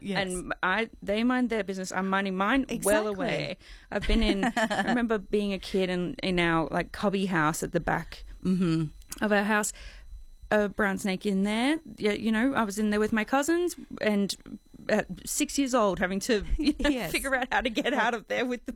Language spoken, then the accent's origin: English; Queensland, Australia; But I think it's because growing up in North Queensland, they're in the backyard.